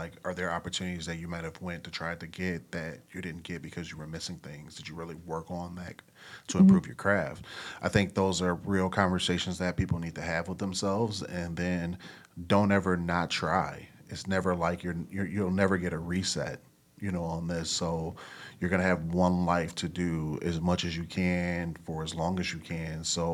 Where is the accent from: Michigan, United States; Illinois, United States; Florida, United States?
Michigan, United States; Grand Rapids; growing up in Grand Rapids, Michigan